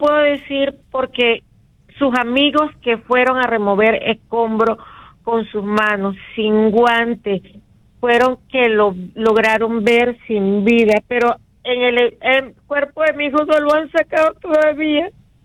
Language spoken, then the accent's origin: Spanish; Venezuela; now in United States; Somos venezolanos, nos quitaron el TPS